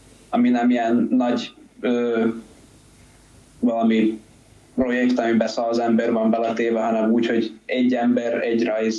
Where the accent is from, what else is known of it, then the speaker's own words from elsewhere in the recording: Hungary; moved away as an adult; now in Plzeň, Czech Republic; mindenki tudja, hogy magyar vagyok.